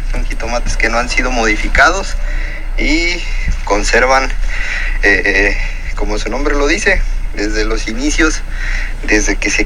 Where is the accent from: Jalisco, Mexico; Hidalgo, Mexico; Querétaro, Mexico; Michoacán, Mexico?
Querétaro, Mexico; now in Canada; Efectivamente, ya tenemos 8 años que nos fuimos de Querétaro y estamos acá en Canadá.